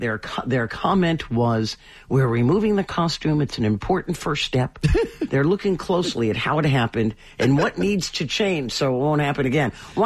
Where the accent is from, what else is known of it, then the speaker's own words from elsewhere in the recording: New England, United States; Because we're Dunkin' people. I'm from New England. There was no Starbucks. It was all Dunkin'.